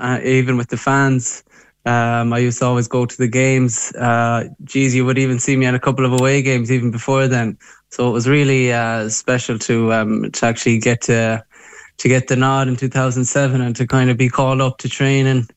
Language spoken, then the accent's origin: English; Galway, Connacht, Ireland; I went to back to my hometown team of Salthill Devon, where it all began